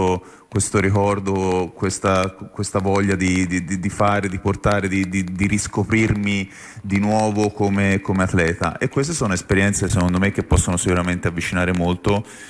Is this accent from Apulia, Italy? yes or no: no; Florence, Tuscany, Italy; Io sono di Firenze, la neve a Firenze non la vediamo ante 2010